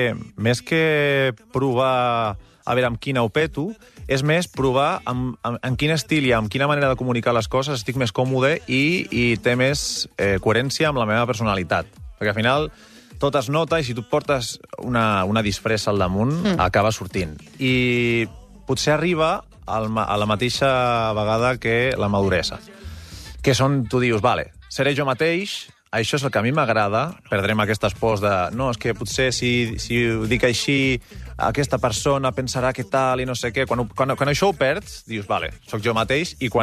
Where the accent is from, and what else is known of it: Tarragona, Catalonia, Spain; born or raised there; also born or lived in Valladolid